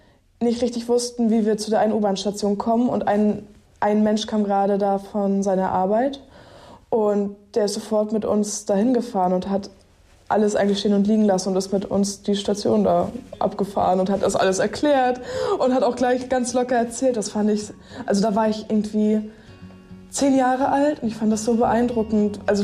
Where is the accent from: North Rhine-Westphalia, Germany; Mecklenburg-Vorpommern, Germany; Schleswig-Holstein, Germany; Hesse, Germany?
Mecklenburg-Vorpommern, Germany; Demmin; ich fühle mich nicht mehr als Ostdeutsch oder als irgendwie Westdeutsch. Ich fühle mich einfach, ja … ich komme aus Demmin.